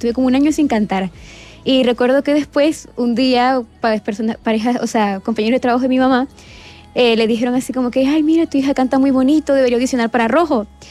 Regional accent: Chile; born there; also born or lived in Venezuela

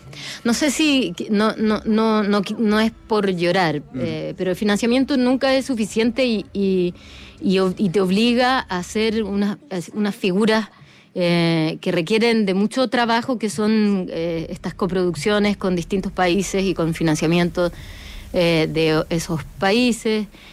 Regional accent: Chile; nos ayuda a observarnos como chilenos

